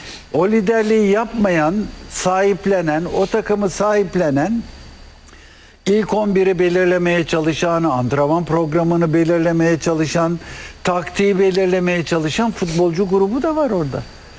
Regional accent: Bursa, Turkey; Ben Bursalıyım.

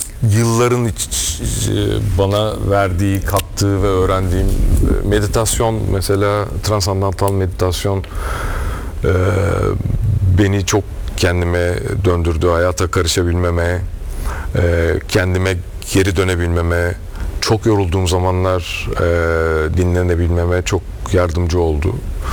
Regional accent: Aegean Region, Turkey; also born or lived in Milas, Turkey / İzmir, Turkey; now in Bodrum, Turkey; Ege'li gibi hissediyorum kendimi gerçekten. Çünkü ortaokulu ve üniversiteyi İzmir'de okudum. Milas'ta doğdum. Artık Bodrum'da yaşıyoruz. Ama hep Ege oldu hayatımda.

